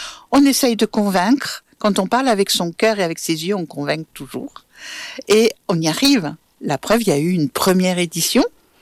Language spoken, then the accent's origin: French; Montpellier, Occitanie, France; On est Montpelliérain, on est de la métropole